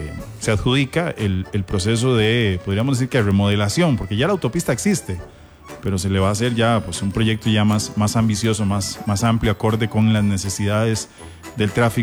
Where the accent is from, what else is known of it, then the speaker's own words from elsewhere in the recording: Costa Rica; todos nosotros como costarricenses